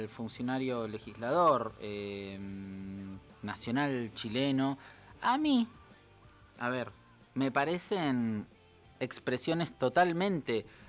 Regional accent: Santa Cruz, Argentina; nosotros como argentinos y sobre todo como santacruceños

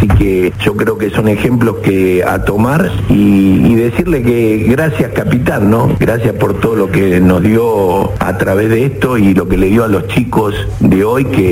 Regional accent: Argentina; Como argentino uno tiene que estar orgulloso.

